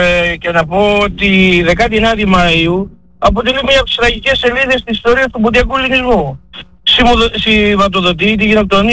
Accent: Pampalio, Western Greece, Greece; το χωριό μου του Παμπαλιό και γενικά την Τροκαρνανία, γιατί είμαστε ο σύλλογος ποντίων Παμπαλιού Τροκαρνανίας Αξέχασης Πατρίδες με έδρα στον Παμπαλιό

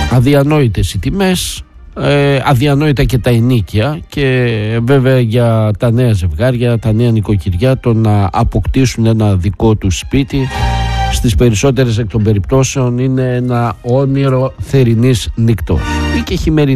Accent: Greece; εμείς σαν Έλληνες δεν μπορούμε να επενδύσουμε στην δική μας χώρα

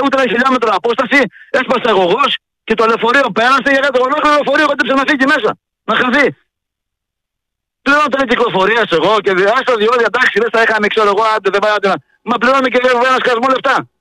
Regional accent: Katerini, Central Macedonia, Greece; Κατερινιώτης του Ζάγια μου, έχω δρόμο στην Κατερίνα. Η πόλη της Λακούβας, αδερφέ. Άκου να δεις σκηνικό στην πόλη μου

